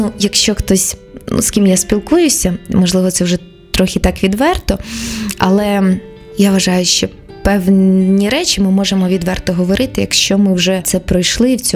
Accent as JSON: {"language": "Ukrainian", "town": "Rovenky", "region": "Luhansk Oblast", "country": "Ukraine", "tie": "born there", "said": "я народилась в Луганській області, місто Ровеньки. Раніше була Ворошиловоградська область."}